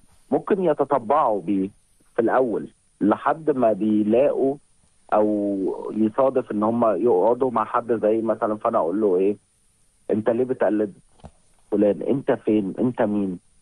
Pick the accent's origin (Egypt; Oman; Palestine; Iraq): Egypt; عندنا في مصر